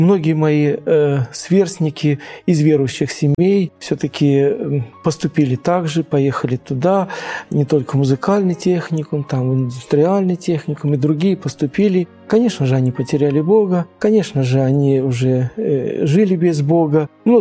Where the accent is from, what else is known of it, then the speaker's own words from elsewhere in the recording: Tajikistan; Я не сказал, что я родился и вырос в Средней Азии, в Таджикистане.